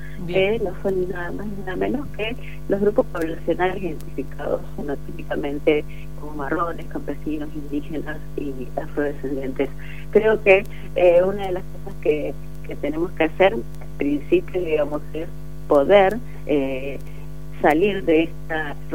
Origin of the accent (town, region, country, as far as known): Argentina